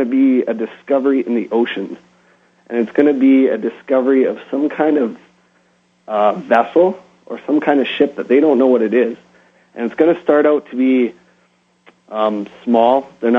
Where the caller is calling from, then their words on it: Canada; from Canada.